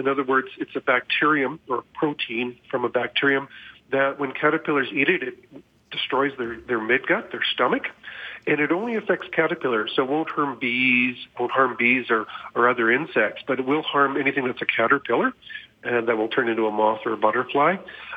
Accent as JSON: {"language": "English", "town": "Edmonton", "region": "Alberta", "country": "Canada", "tie": "born or raised there", "said": "When I was a little kid growing up in Edmonton, as it were, don't hate me."}